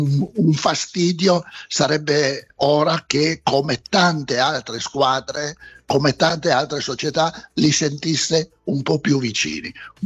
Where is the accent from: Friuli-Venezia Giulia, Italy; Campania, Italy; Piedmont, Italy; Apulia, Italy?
Piedmont, Italy; Turin; noi siamo di Torino, conosciamo bene questa zona